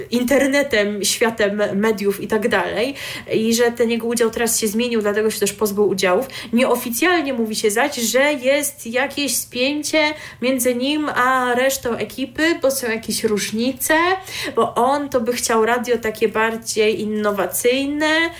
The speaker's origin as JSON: {"language": "Polish", "region": "Pomeranian Voivodeship", "country": "Poland", "said": "jestem z Pomorza"}